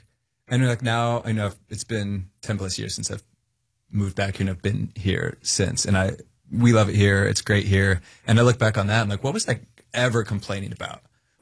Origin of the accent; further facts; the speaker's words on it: Midland, United States; because as a kid growing up, I think a lot of us growing up in Midland, it's this, like, I want to get out of Midland, we'll just go somewhere else, bigger, better, whatever.